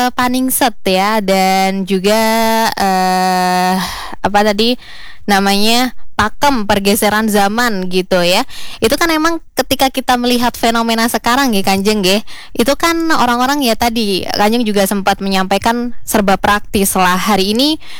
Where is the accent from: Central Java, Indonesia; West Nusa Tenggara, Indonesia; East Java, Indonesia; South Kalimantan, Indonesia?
Central Java, Indonesia; Pemalang; Kebetulan saya pribadi orang Jawa juga, saya orang Pemalang.